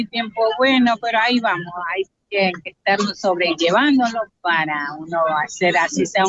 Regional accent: Tosagua, Manabí, Ecuador; now in Portoviejo, Ecuador; Yo soy de Tosagua, nacida y criada, orgullosamente vivo aquí en el San Pablo.

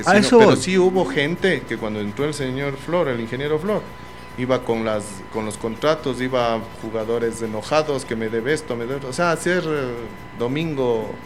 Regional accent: Riobamba, Chimborazo, Ecuador; como somos de Riobamba

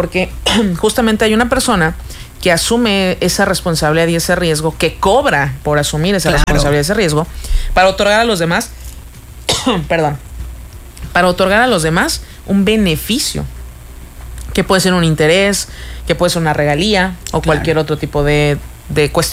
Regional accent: Mexico; born there; somos mexicanas de nacimiento

